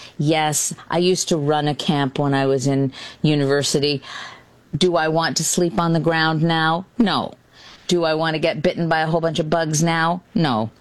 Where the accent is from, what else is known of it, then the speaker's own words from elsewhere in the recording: Canada; I'm incredibly proud to be Canadian, never more so than right now.